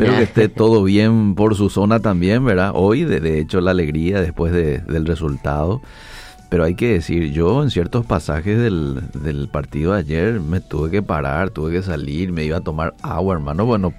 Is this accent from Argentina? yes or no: no; Paraguay